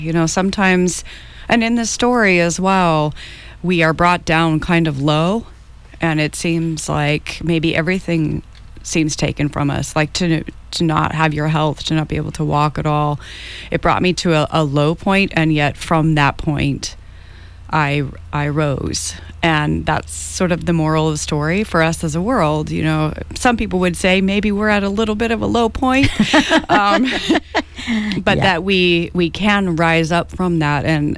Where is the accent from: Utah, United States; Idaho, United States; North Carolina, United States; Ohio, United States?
Utah, United States; now in Los Angeles, United States; And I was from Utah, and everyone else, you know, most of my career has been in LA or here. So everyone thought it was really funny … since I'm from the mountains.